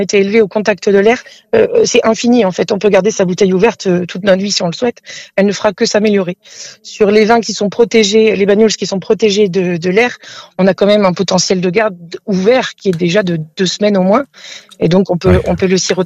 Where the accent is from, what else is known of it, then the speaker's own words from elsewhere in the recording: Rhône Valley, France; now in Côte Vermeille, France; je suis originaire de la Vallée du Rhône.